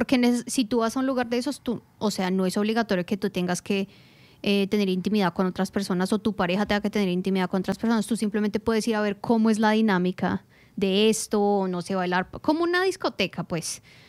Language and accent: Spanish; Colombia; now in Australia